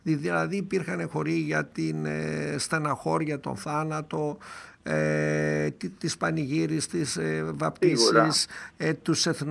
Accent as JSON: {"language": "Greek", "town": "Doirani", "region": "Central Macedonia", "country": "Greece", "said": "Επειδή είμαι Κυλκισιώτης από τη Δοϊράνη"}